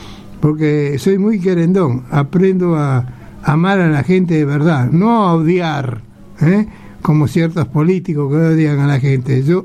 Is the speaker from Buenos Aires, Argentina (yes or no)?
yes; Buenos Aires, Argentina; born there; moved away as an adult; now in Gregorio de Laferrere, Argentina; Yo vivía en Capital, en Pompeya, donde tengo mi casa que nací. Y porque ahora vivo en La Ferrere.